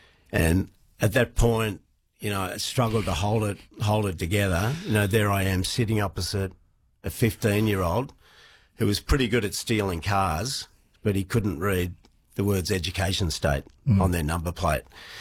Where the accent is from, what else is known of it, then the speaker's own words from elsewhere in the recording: Sydney, New South Wales, Australia; I grew up in Upper North Shore, Sydney, very privileged upbringing, went to a private school